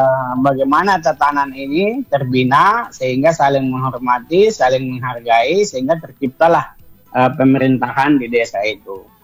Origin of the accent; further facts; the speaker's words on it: North Sumatra, Indonesia; di daerah saya Nasution